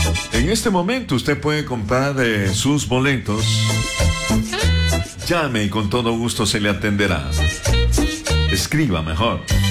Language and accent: Spanish; Guatemala